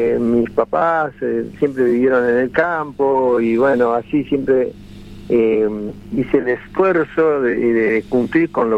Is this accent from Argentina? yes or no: yes; Atamisque, Santiago del Estero, Argentina; Yo soy de Atamisque, de un paraje a 5 kilómetros de Atamisque vivía